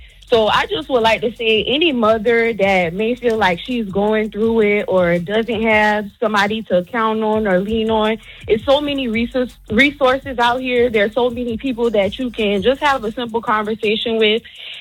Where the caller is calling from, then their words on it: Charleston, South Carolina, United States; I'm calling from Charleston.